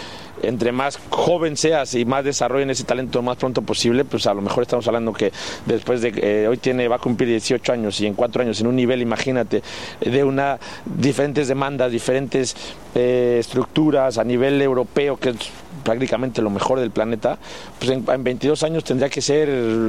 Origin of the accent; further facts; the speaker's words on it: Mexico; Pero como mexicano siempre da ilusión, representé a mi país en un mundial, representé a mi país, fui campeón del mundo, sub-17.